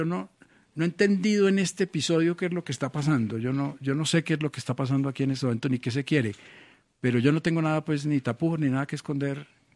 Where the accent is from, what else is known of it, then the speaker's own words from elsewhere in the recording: Medellín, Antioquia, Colombia; Este fin de semana estuve en Medellín, en mi tierra, y los mismos que me acompañaban decían, esto no se ve.